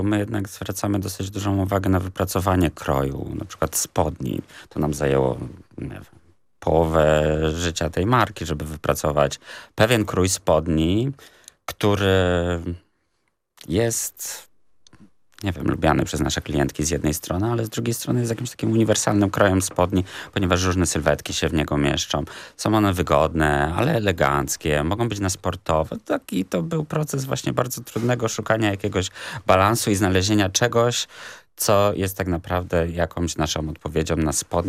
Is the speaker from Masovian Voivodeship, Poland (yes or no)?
no; Greater Poland Voivodeship, Poland; Też jesteśmy z Wielkopolski